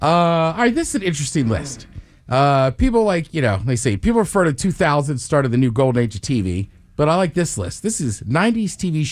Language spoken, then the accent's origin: English; Pacific Northwest, United States; Even growing up in the Northwest.